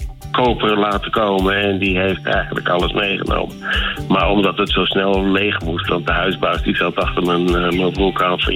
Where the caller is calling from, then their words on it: Koog aan de Zaan, North Holland, Netherlands; Koog aan de Zaan.